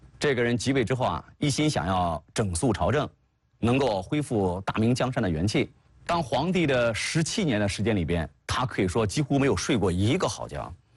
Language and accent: Chinese; China